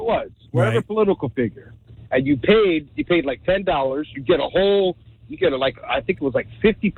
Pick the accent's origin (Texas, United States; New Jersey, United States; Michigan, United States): New Jersey, United States; born there; also born or lived in Newark, New Jersey / Seaside Heights, New Jersey; now in New Brunswick, United States; I was born in Newark. I lived a great majority of my life down the shore. Lived in Seaside 3 times.